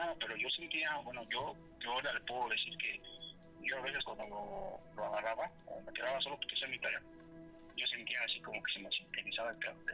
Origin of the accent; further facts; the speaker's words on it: Tepito, Mexico City, Mexico; mi abuelito nos llevaba a las luchas aquí a la colisa, aquí, pero nosotros somos aquí de Tepito.